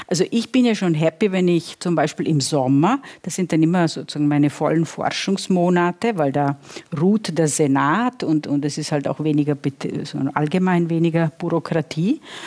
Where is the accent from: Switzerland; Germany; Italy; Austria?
Italy; moved away; Also ich selber bin ja auch Italienerin